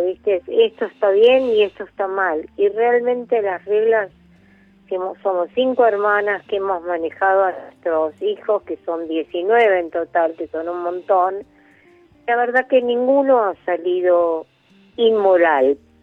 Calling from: Florida, Buenos Aires Province, Argentina; de Florida.

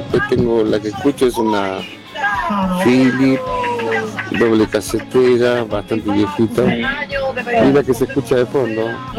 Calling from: San Luis, Argentina; de San Luis Capital

